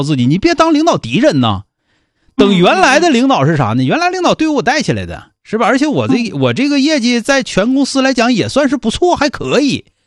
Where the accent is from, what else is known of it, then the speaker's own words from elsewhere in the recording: Northeast China, China; 咱们东北足吃足喝，不受那气啊